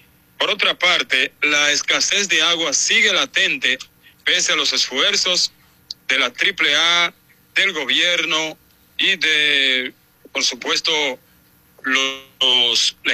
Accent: San Pedro de Macorís, Dominican Republic; now in Puerto Rico; desde Puerto Rico para La Mañana 103, en mi pueblo querido, San Pedro de Macorís.

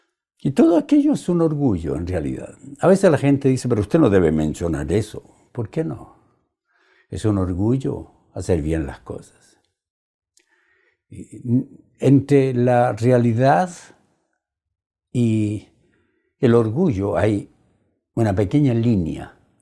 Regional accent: Punta Arenas, Magallanes and Chilean Antarctica, Chile; mi ciudad natal, primer pastor evangélico que lo recibe en mi ciudad, se llama Punta Arenas, Chile.

